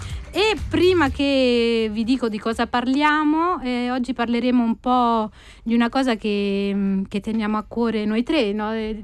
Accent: Campania, Italy; io sono campana

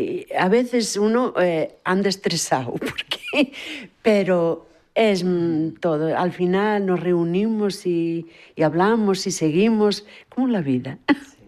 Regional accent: Galicia, Spain; now in Switzerland

